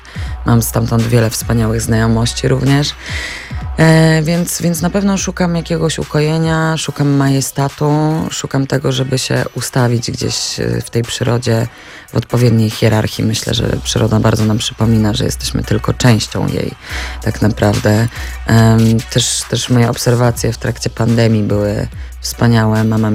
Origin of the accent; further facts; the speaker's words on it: Olsztyn, Warmian-Masurian Voivodeship, Poland; Od dziecka jestem olsztynianką rodowitą. Tam mamy 11 jezior w obrębie miasta.